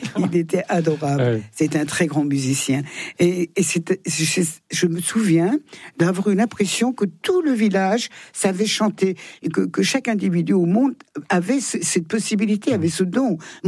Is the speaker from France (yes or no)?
yes; Thonon-les-Bains, Auvergne-Rhône-Alpes, France; born there; Je suis née à Thonon.